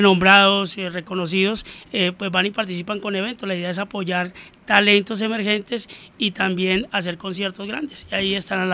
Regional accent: Barranquilla, Atlántico, Colombia; also born or lived in Norcasia, Caldas; Soy barranquillero.

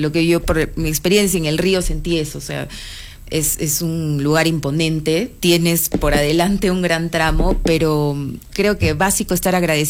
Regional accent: Arequipa, Peru; como arequipeña, como peruana

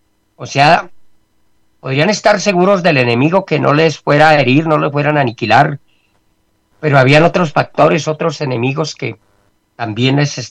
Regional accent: Colombia; Lo que está aconteciendo aquí en nuestra amada Colombia

